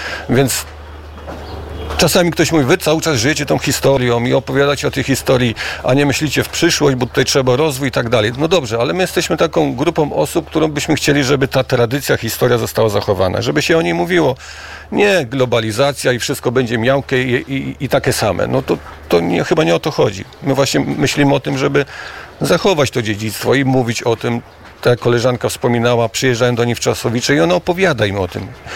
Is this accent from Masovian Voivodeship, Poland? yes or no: no; Władysławowo, Pomeranian Voivodeship, Poland; born or raised there